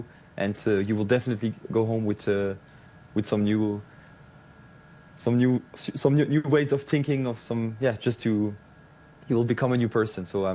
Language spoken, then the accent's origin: English; China; So I grew up in China as a child from 2005 to 2010. From 2005 to 2009, I was living 4 years in Shanghai, and then I was living 1 year in Beijing.